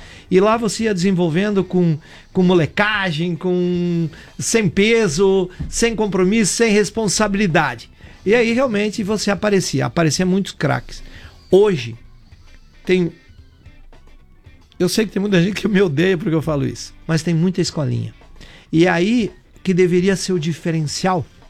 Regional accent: Nova Itaberaba, Santa Catarina, Brazil; born there; eu nasci em Nova Itaberaba, fui estudar num colégio de freiras.

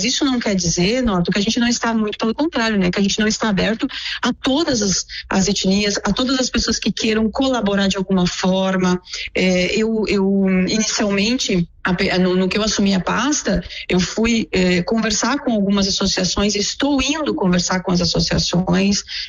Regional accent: Faxinal do Soturno, Rio Grande do Sul, Brazil; moved away as an adult; also born or lived in Italy; para mim Faxinal do Soturno é a minha casa, né? Poder voltar para a minha cidade, a cidade onde eu cresci, e trazendo uma bagagem, uma experiência de 20 anos da Itália

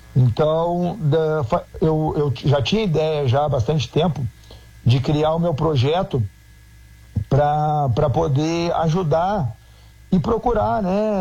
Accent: Canoas, Rio Grande do Sul, Brazil; Eu fui criado lá na Guajuviras, eu não tinha oportunidade de nada.

